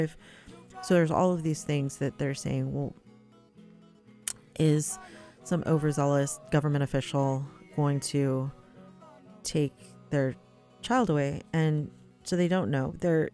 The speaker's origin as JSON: {"language": "English", "region": "California", "country": "United States", "said": "because I'm Wintun, I'm California Indian, Nomalaki Wintun"}